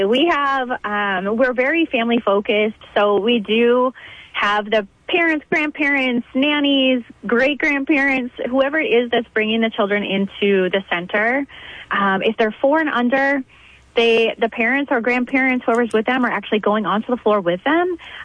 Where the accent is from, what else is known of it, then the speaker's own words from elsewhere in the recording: Midwest, United States; also born or lived in Arizona; now in Sioux Falls, United States; So my family moved up from Arizona. I'm originally from the Midwest, but have been living in the desert for about 15 years now.